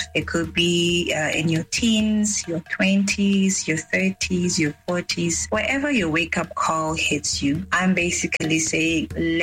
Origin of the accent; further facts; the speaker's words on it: Botswana; As a young Botswana born and bred in Botswana, my history has made a great impact in my life.